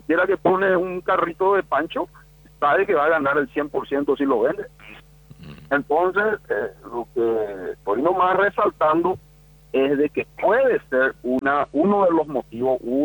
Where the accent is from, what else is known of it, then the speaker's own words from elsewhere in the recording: Paraguay; nosotros como paraguayos